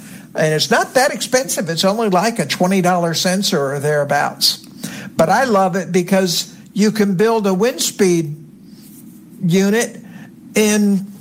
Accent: Florida, United States; moved away; I grew up in Florida

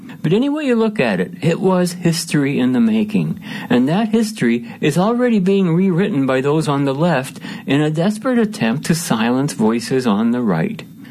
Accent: Canada; for me as a Canadian

